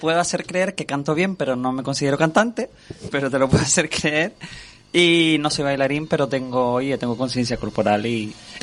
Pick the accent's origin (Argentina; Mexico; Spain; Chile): Spain; Firgas, Canary Islands; en mi barrio, yo soy de Firgas, que es el pueblo más pequeñito de la isla, y uno de los barrios que es buen lugar en el que yo vivo.